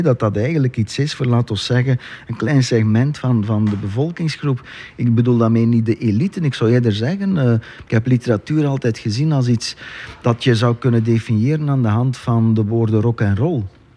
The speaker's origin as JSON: {"language": "Dutch", "region": "East Flanders", "country": "Belgium", "said": "Nee, maar wij komen alle 2 van het Waasland."}